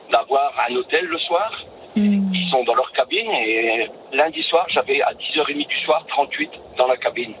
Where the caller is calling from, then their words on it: Dunkirk, Hauts-de-France, France; Je suis de Dunkerque